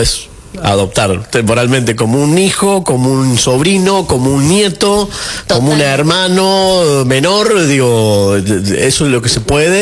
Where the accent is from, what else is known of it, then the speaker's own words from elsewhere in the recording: Serrano, Córdoba, Argentina; me crié en Serrano